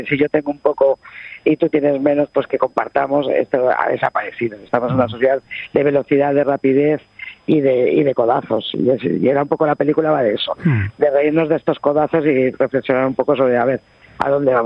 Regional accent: Spain; Y somos así los españoles.

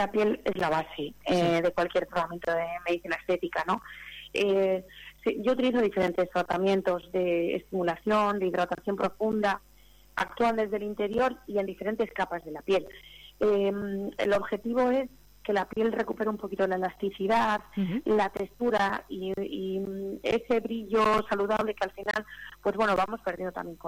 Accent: Llodio, Basque Country, Spain; Yo soy del Audio de toda la vida, aquí está mi familia, aquí están todos mis amigos, aquí está mi gente.

